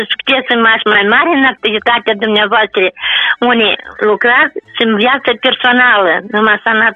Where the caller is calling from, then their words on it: Lipnic, Ocnița District, Moldova; suntem din Nordul Republicii, de la Ocnica, satul Lipnic.